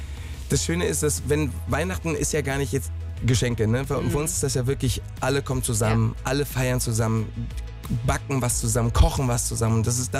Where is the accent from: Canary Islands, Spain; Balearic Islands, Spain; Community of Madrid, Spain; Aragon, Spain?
Balearic Islands, Spain; Mallorca; moved away; ich bin ja auf Mallorca aufgewachsen